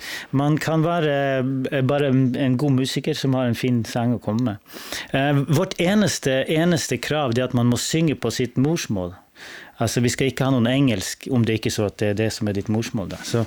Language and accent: Swedish; Northern Norway, Norway; men mest viktigast nu är att jag har vuxit upp norr i Norge, ett litet samfund.